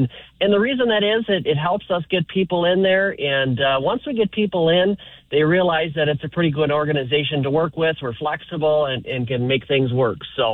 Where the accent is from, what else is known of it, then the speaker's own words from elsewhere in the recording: Long Prairie, Minnesota, United States; moved away as an adult; I grew up around Long Prairie. So, yeah, I spent my first 18 years of life there. And, you know, I only moved 50 miles away, so it's not so bad.